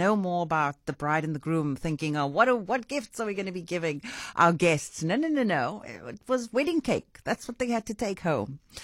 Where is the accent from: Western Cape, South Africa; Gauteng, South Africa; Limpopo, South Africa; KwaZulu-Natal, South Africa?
Western Cape, South Africa; Cape Town; I'm from Cape Town, and like so many Capetonians, I come from a wonderfully mixed cultural background.